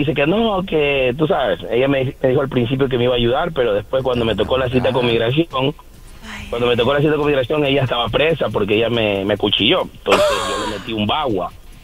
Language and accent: Spanish; Coast, Ecuador; Mi esposa es dominicana, ¿verdad? Yo soy ecuatoriano. Nosotros nos conocimos acá, yo tengo 20 años viniendo con visa de turista